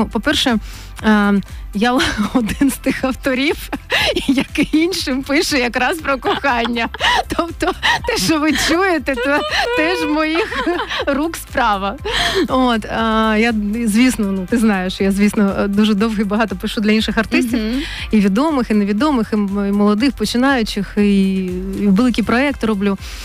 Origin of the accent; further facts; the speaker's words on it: Kyiv, Ukraine; Я корінна киянка. Причому я така киянка, що мій прадідусь був ректором училища Глієра.